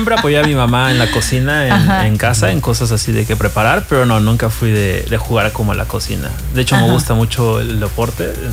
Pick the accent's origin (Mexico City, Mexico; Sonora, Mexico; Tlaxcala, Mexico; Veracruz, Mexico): Mexico City, Mexico; porque yo soy de México, la ciudad.